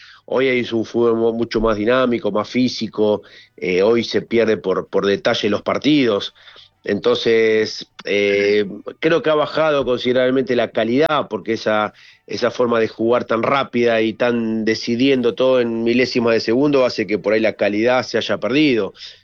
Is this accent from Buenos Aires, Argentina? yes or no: yes; Buenos Aires, Argentina; nací en Caseros y Boedo, prácticamente en el medio de Parque Patricio y Boedo.